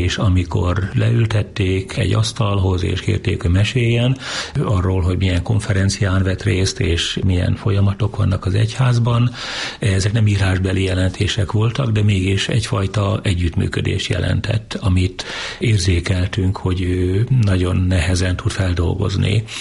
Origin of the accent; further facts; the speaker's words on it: Csögle, Veszprém County, Hungary; Esdában születtem, de akkor még bőven vidéken éltünk.